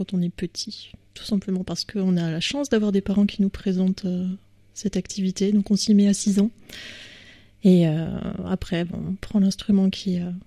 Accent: Metz, Grand Est, France; born there; Je suis née à Metz, effectivement.

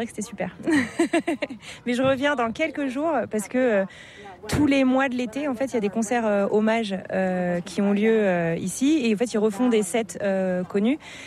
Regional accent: Brittany, France; Et c'est vrai que moi, j'ai grandi en Bretagne, tu vois.

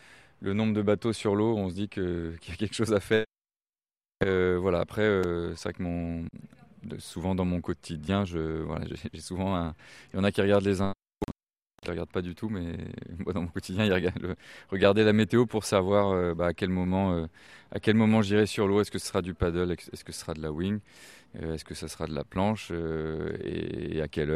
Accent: Larmor-Plage, Brittany, France; je suis l'Armorien, enfin, j'ai grandi à l'Armor Plage, j'habite aussi aujourd'hui à l'Armor Plage, j'ai 41 ans

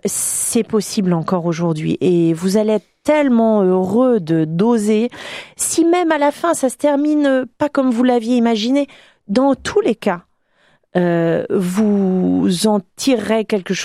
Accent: Bordeaux, Nouvelle-Aquitaine, France; je suis bordelaise

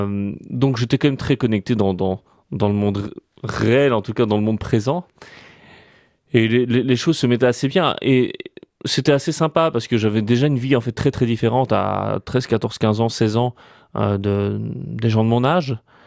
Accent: Brussels, Brussels-Capital Region, Belgium; Moi, je suis bruxellois

